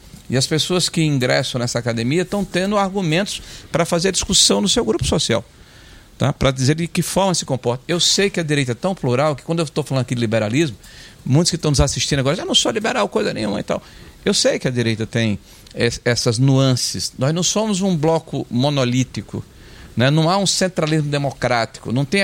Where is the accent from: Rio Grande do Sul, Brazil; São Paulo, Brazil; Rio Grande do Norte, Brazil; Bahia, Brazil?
Rio Grande do Norte, Brazil; O cidadão que mora no interior. Jucurutu, lá do meu estado. Um abraço para Jucurutu.